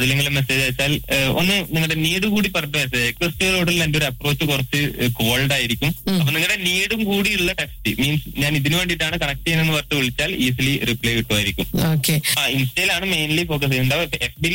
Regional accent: Kannur district, Kerala, India; ഞങ്ങളുടെ നാട് ഇവിടെ കണ്ണൂർ ജില്ലയിൽ നിന്ന് അടുത്ത് തന്നെയാണ്, ഒരു 4 kilometers മാത്രമേ ഉള്ളൂ കണ്ണൂർ ടൗണിന്.

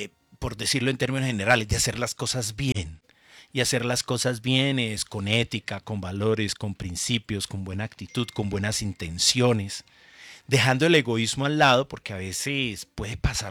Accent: Bucaramanga, Santander, Colombia; yo soy de Bucaramanga, sí. Venía de Bucaramanga, nací en el cristianismo en Bucaramanga, en mi familia

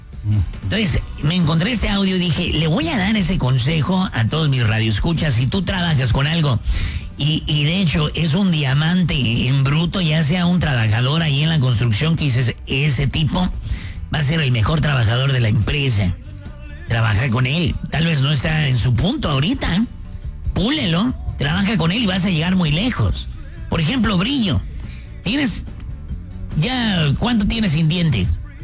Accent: Ciudad Obregón, Sonora, Mexico; Y si no me conocías … Soy de Ciudad Obregón y doy consejos todos los días para hombres y para mujeres también.

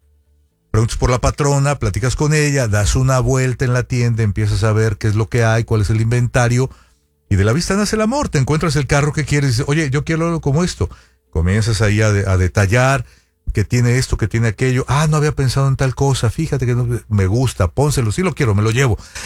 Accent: Sonora, Mexico; Somos de Sonora. Entonces, cerca de Hermosillo hay un pueblo que se llama Rayón.

